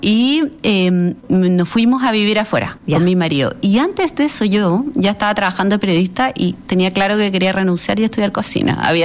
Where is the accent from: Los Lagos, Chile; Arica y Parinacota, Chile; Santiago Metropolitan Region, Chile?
Los Lagos, Chile; Osorno; moved away; also born or lived in Miami, United States; yo soy sureña, soy de Osorno, y de abuela alemana